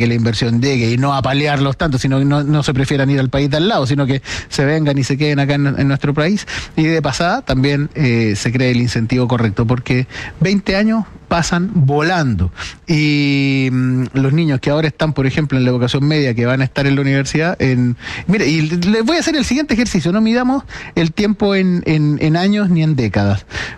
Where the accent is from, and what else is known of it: Chile